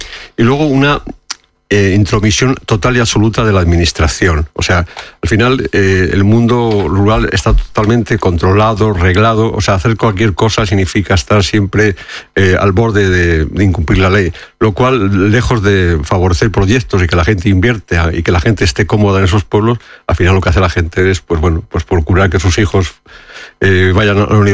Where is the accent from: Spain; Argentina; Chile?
Spain; Fermoselle, Castile and León; casualmente el barrio de mi pueblo, de Fermosella, se llama Alto Santa Colomba.